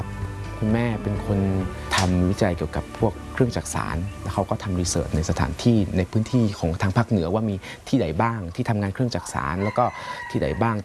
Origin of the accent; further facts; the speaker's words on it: Chiang Mai, Thailand; ตัวนี้คือเอาภายในจังหวัดเชียงใหม่คือเป็นจังหวัดบ้านเกิดของเราเอง